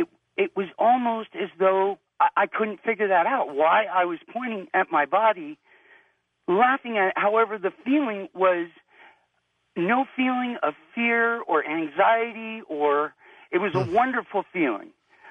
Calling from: Reno, Nevada, United States; I'm calling you from Reno.

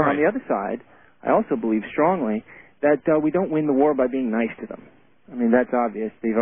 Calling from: Los Angeles, California, United States; in Los Angeles.

